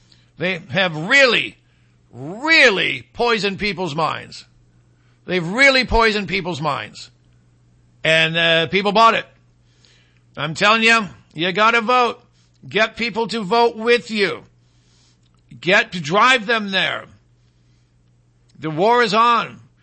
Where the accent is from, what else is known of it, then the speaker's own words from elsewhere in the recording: Michigan, United States; who wants to be a senator from my home state. My home state. We didn't have any texts from Michigan today.